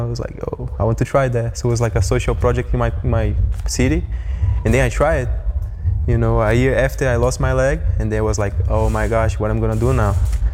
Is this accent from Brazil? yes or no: yes; Brazil; from Brazil.